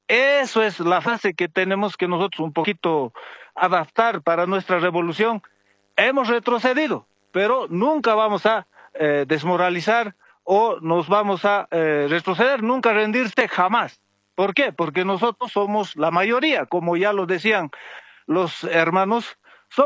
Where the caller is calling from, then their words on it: Oruro, Bolivia; Desde Oruro